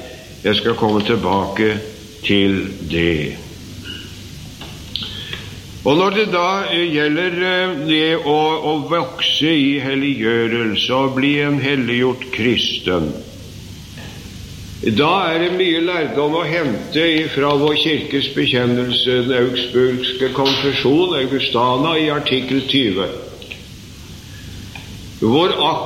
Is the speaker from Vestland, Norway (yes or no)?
no; Sarpsborg, Østfold, Norway; I min hjemby i Sarpsborg, det var ikke så flust med penger og all verdens ting den gang som det er nå